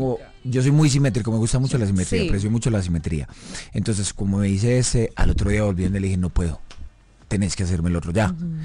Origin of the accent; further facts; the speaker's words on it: Colombia; A todos como colombianos nos duele un montón